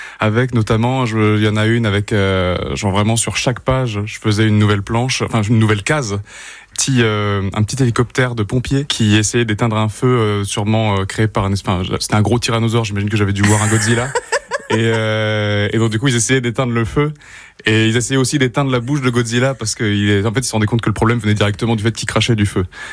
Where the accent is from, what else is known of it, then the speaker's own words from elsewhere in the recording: Saumur, Pays de la Loire, France; moved away as an adult; now in Nantes, France; J'ai grandi à Saumur, la petite moyenne ville de Saumur en Maine-et-Loire.